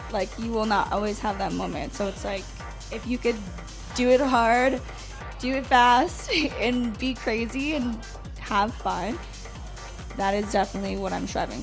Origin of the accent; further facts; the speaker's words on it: Windsor, Ontario, Canada; I grew up in Windsor